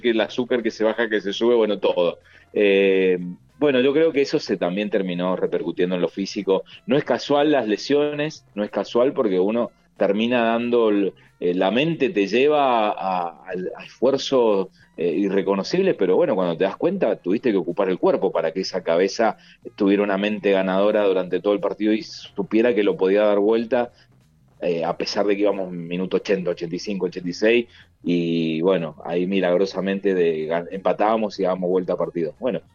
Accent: Argentina; lo que nos identifica como argentinos.

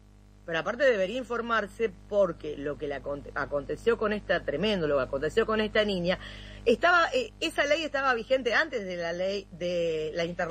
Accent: Santa Fe, Argentina; Yo no soy de Rosario, ustedes lo saben, soy de una localidad del interior de la provincia de Santa Fe, y como en todas las localidades chicas, más allá de que es una ciudad, no es un pueblo

